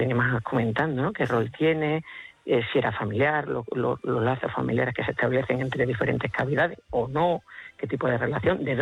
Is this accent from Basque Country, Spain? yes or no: no; Extremadura, Spain